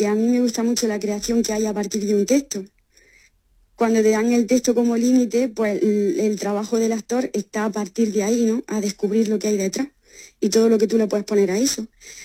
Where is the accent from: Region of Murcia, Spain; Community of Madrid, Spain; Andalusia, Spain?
Andalusia, Spain; Úbeda; moved away